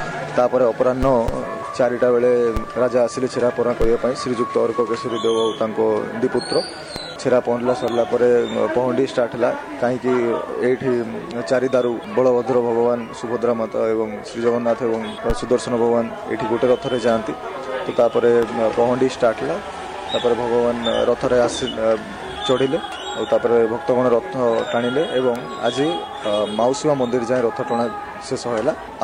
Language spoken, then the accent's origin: Odia; Bhawanipatna, Odisha, India; ମୋର ଘର ଭବାନୀପାଟଣା।